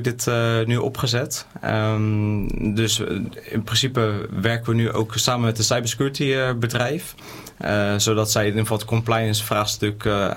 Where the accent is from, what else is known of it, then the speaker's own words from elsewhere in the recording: Gouda, South Holland, Netherlands; also born or lived in Rotterdam; Ik ben officieel geboren in Rotterdam. Ik woon hier wel heel mijn leven. Ik heb op de basisschool gezeten in de Triangel. Daarna ben ik naar de Goudse Waarden gegaan, ook in Gouda.